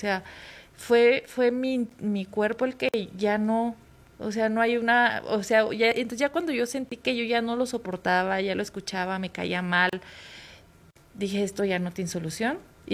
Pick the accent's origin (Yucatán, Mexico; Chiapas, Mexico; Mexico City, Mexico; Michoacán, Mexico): Michoacán, Mexico; Zinapécuaro; Sinapecuaro, Michoacán.